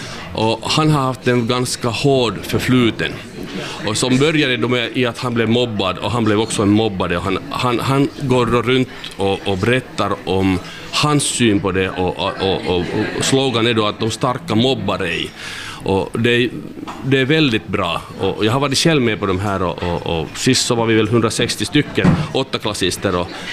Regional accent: Kokkola, Central Ostrobothnia, Finland; moved away as an adult; now in Nykarleby, Finland; jag är uppväxt i Karleby och nära Karleby finns en plats som heter Öja, och där har jag tillbringat på en ö min barndom

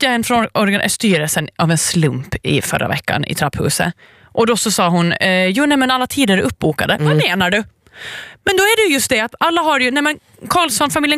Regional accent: Åland, Finland; also born or lived in Sweden; now in Helsinki, Finland; Som ålänning och som svensk, halvsvensk.

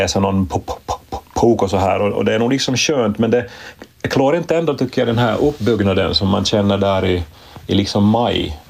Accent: Ostrobothnia, Finland; Jag är från Österbotten och det här... Jag hade aldrig någon samma stuga i vår släkt.

